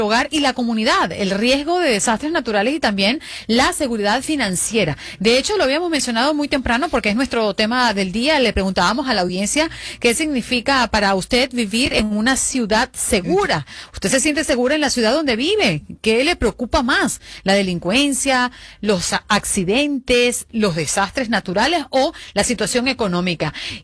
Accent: Venezuela; moved away

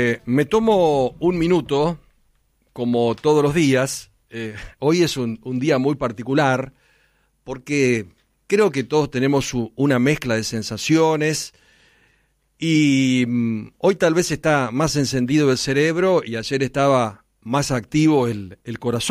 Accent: Argentina; siento cosas como argentino

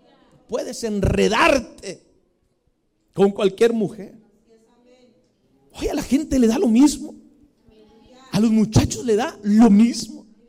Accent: Mexico; así somos los mexicanos y las mexicanas.

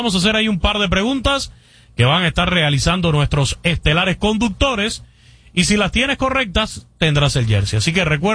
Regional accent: Camagüey, Cuba; Camagüey, que es mi tierra natal, a mucho orgullo

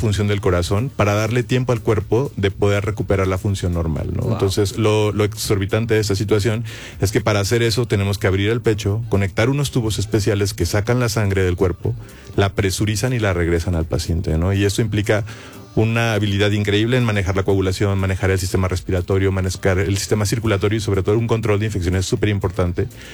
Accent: Guadalajara, Jalisco, Mexico; De Guadalajara y de otros lados también hay.

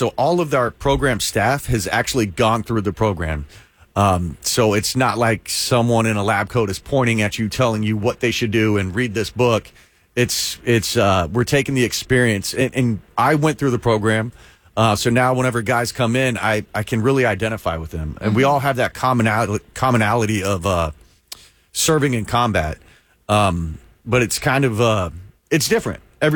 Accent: Houston, Texas, United States; I'm from Houston.

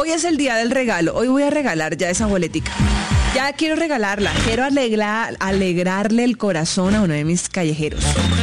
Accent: Caribbean Region, Colombia; ¿Cómo se saluda en su tierra? Yo soy costeña. Nosotros saludamos a compa, ¿qué? ¿Cómo va la vaina? Así saludamos nosotros y es normal en nuestra cultura.

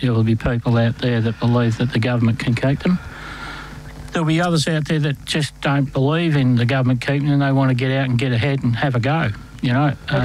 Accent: Australia; as an Australian citizen, well, this is fact, they've got to let you back into the country

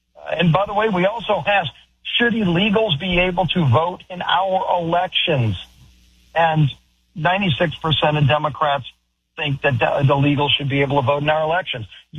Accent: New Orleans, Louisiana, United States; I mean, you know, look, I come from New Orleans.

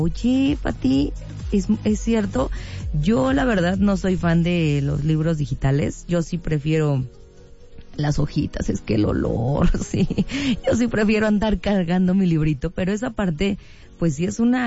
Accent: Mexico; Así somos los mexicanos.

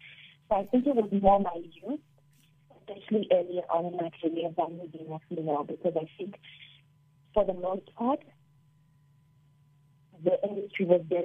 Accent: Zimbabwe; moved away as an adult; also born or lived in South Africa; now in Lusaka, Zambia; I have a special place in Zimbabwe because I grew up in Zimbabwe and I went to university in South Africa.

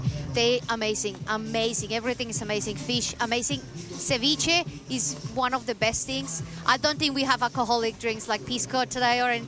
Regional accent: Colombia; now in Bendigo, Australia; I'm from Colombia.

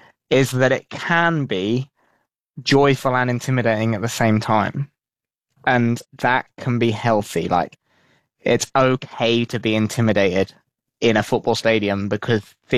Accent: England, United Kingdom; I was watching these games as an Englishman in Spain surrounded by Scottish people.

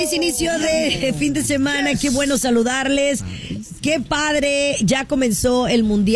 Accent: Mexico; como latino, como mexicano

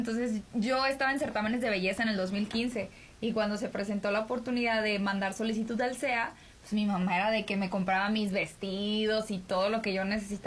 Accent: Ciudad Obregón, Sonora, Mexico; born there; moved away as an adult; now in Mexico City, Mexico; Soy de Sonora, me encanta, pues, el rancho, me encanta el pueblo, me encanta la música regional, soy cantante

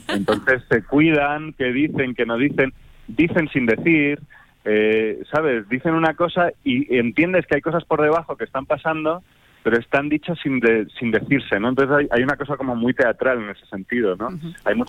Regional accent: Madrid, Community of Madrid, Spain; yo vengo de Madrid.

